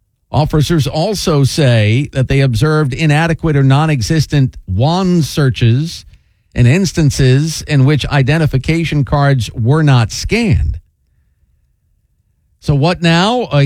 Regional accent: Lake Mary, Florida, United States; So I think for my entertainment options, I'll just stay in my hometown of Lake Mary.

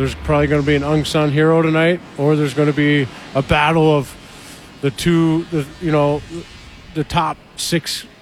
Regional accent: St. Louis, Missouri, United States; being in my hometown.

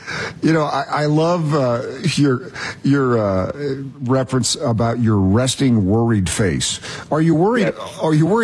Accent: Knoxville, Tennessee, United States; I'm originally from Knoxville.

